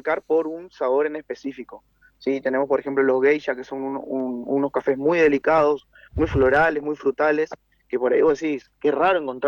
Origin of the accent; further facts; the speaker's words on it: Misiones, Argentina; Entonces asumo el rol de poder multiplicar lo que sé, y qué mejor que en mi tierra. Mi tierra querida, que es tan bendecida que puedes plantar cualquier cosa.